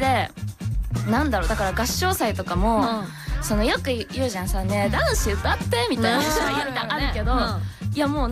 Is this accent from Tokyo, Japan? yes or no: yes; Nerima, Tokyo, Japan; 私はその普通に練馬の公立だから